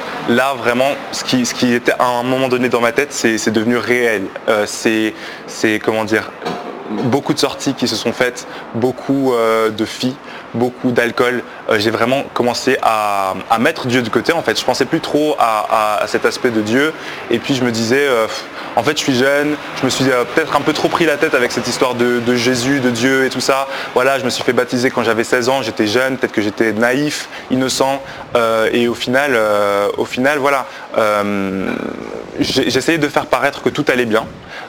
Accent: Belgium; Donc j'ai grandi en Belgique, du coup, j'ai une enfance assez normale avec ma famille qui est chrétienne

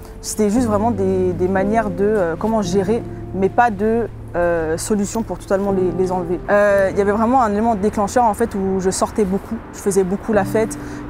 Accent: Switzerland; also born or lived in England; je viens de la Suisse et voici mon témoignage. Je suis née en Suisse. D'une mère qui est moitié allemande, moitié anglaise et d'un père qui est suisse. J'ai grandi un peu en Angleterre, un peu en Suisse.

